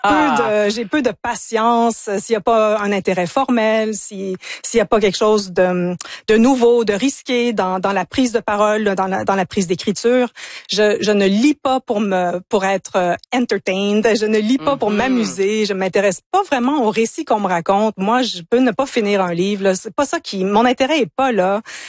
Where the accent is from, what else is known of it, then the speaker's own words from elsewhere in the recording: Ontario, Canada; also born or lived in United States / England; Moi, je suis franco-ontarienne au départ, donc j'ai grandi dans l'univers anglophone.